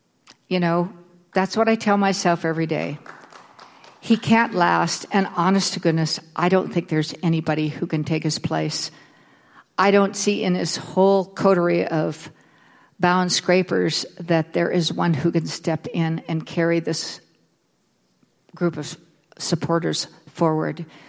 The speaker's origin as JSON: {"language": "English", "town": "Bozeman", "region": "Montana", "country": "United States", "tie": "born or raised there", "said": "But when I grew up in Bozeman in the 60s"}